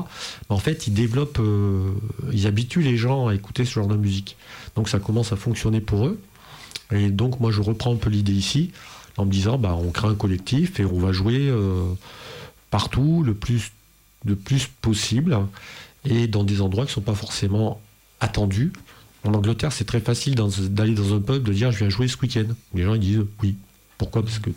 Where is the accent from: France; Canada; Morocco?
France; je suis français